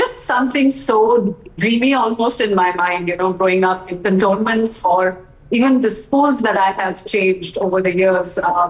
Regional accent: India; take immense pride in the fact that I have an Indian passport, that wherever I go, I'm introduced as an Indian actor.

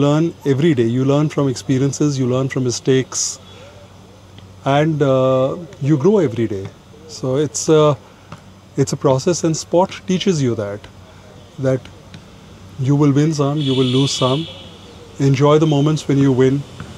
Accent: India; As an Indian

